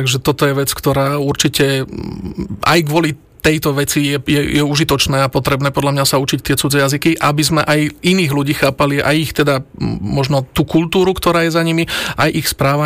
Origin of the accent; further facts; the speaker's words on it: Piešťany, Trnava Region, Slovakia; ja som teda hotelák z Piešťan